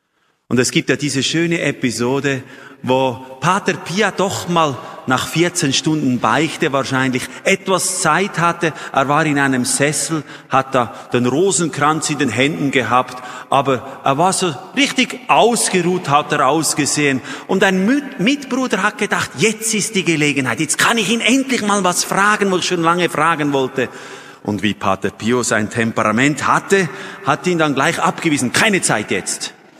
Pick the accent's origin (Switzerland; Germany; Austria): Switzerland; ich bin ja ein Schweizer schließlich, oder?